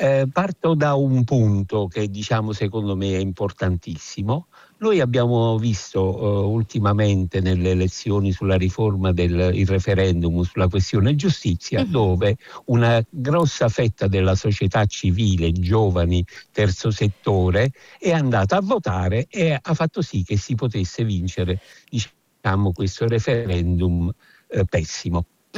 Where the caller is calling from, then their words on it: Naples, Campania, Italy; da Napoli.